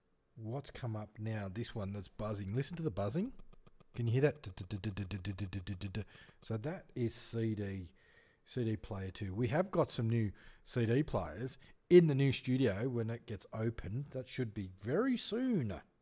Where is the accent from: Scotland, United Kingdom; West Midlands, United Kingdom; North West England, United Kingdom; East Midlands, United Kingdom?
West Midlands, United Kingdom; Atherstone; also born or lived in Nuneaton; I was born in England. You know the story, don't you? That I was born in Nuneaton and we lived in a place called Atherston. And it was on a hill that overlooked the outskirts of Birmingham.